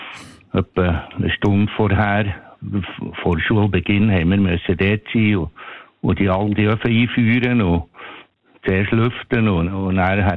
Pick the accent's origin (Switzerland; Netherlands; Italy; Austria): Switzerland; Leissigen, Bern; Ich bin in Burg, in Leissig am Thunersee aufgewachsen.